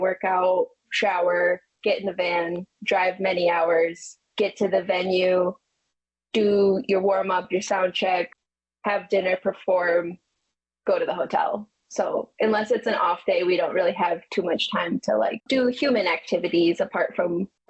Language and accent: English; Michigan, United States; They weren't jumping, but you know, we're from Michigan, so dolphin sightings are, you gotta pay for those.